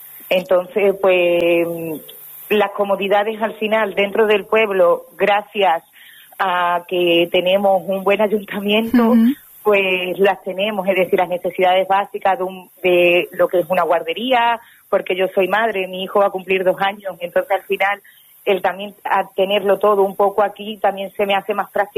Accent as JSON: {"language": "Spanish", "town": "Calamonte", "region": "Extremadura", "country": "Spain", "said": "yo realmente soy de Calamonte"}